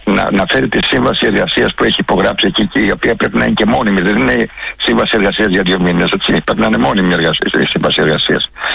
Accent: Chania, Crete, Greece; εγώ είμαι Χανιώτης.

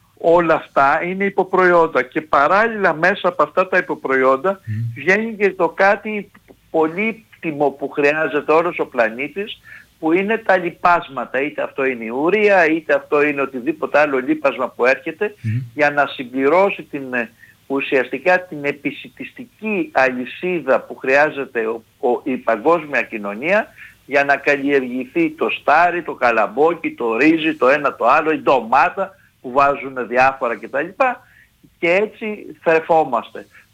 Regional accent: Greece; σαν Έλληνες

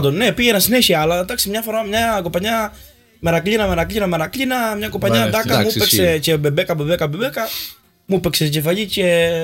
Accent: Crete, Greece; είμαι από... από την ανατολική μεριά

